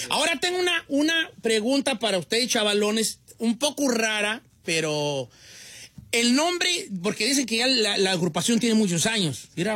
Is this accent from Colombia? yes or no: no; Guanajuato, Mexico; Yo también soy de Guanajuato.